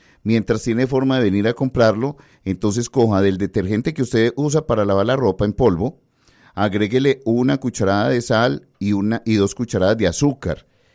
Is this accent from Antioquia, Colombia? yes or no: yes; Antioquia, Colombia; Somos antioqueños